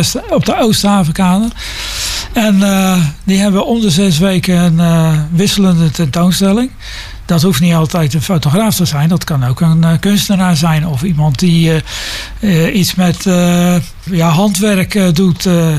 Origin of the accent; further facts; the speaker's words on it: Vlaardingen, South Holland, Netherlands; also born or lived in Singapore; Uiteraard Vlaardingen, want ja, dat is toch de stad waar ik vandaan kom. En ik zie hier mooi staan Omroep Wetering. Nou, ik ben geboren in de Weteringenstraat.